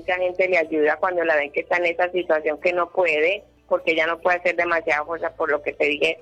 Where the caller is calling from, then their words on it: Medellín, Antioquia, Colombia; yo vivo en San Javier La Loma